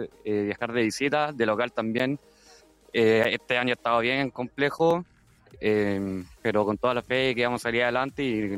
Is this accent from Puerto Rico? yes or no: no; Talca, Maule, Chile; moved away as an adult; now in Santiago, Chile; Talquino de toda la vida. Bueno, a los 18 años me fui a estudiar a Santiago